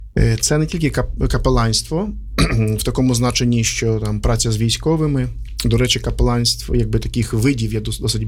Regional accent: Berdychiv, Zhytomyr Oblast, Ukraine; moved away; also born or lived in Riga / Poland / Kyiv / Zviahel; Сам я родом з Бердичева, ось, але довгий час жив в Житомирі. Мабуть, навіть таку більшу частину життя на одному місці я прожив в Житомирі.

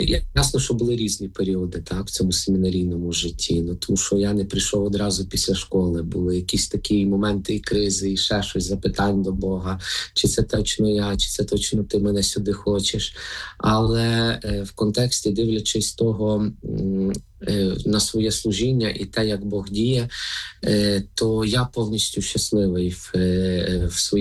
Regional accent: Lviv Oblast, Ukraine; хоч родом я сам з Львівської, так.

